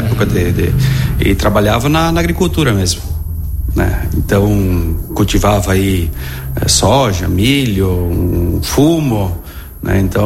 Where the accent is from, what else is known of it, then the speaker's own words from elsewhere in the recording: Vila Maria, Rio Grande do Sul, Brazil; Nasci em Vila Maria, né? Numa comunidade do interior de Vila Maria, linha 19 São João, perto da linha 18 Oroso lá, né? Filho de pequenos agricultores, né? Nasci em 77, hoje tenho 49 anos